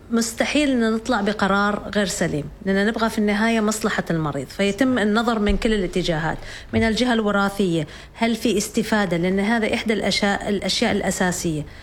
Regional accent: Oman; إحنا كمجتمع عماني مجتمع مسلم

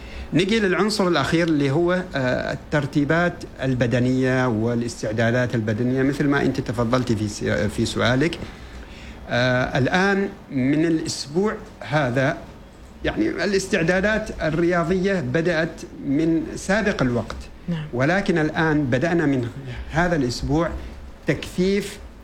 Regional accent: Oman; إحنا فريق عماني، عمانيون أصليون

